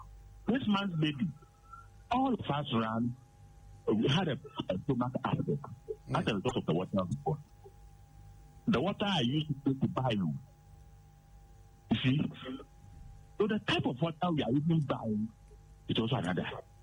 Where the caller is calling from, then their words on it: Tema, Greater Accra, Ghana; I'm calling from Community 25.